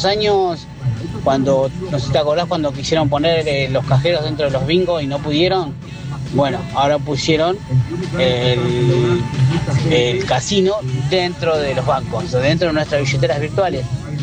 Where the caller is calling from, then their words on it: Florencio Varela, Buenos Aires Province, Argentina; de Florencio Varela.